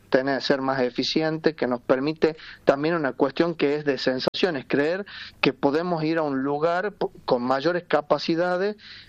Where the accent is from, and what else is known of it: Argentina